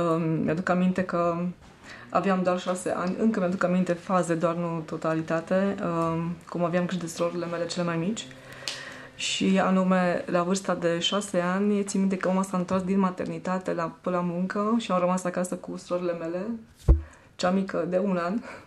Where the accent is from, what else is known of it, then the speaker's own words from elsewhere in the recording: Cluj-Napoca, Cluj County, Romania; moved away as an adult; now in Germany; sunt clujeancă. Am copilărit, am crescut, am locuit până la vârsta de 36 de ani în Cluj, în cartierul Grigorescu, care se află pe malul Someșului. E un cartier foarte frumos. Provin într-o familie simplă, părinții mei muncitori